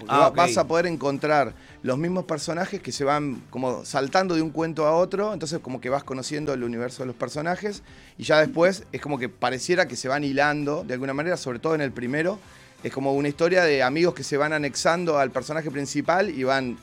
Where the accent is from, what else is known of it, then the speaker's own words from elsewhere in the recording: Mercedes, Buenos Aires Province, Argentina; Yo soy de Mercedes.